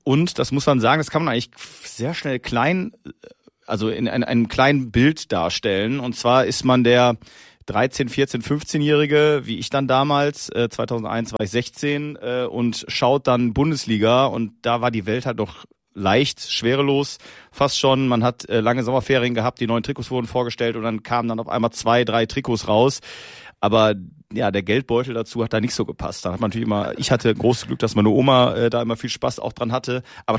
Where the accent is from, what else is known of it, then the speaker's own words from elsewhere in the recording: North Rhine-Westphalia, Germany; ich komme aus der Nähe von Duisburg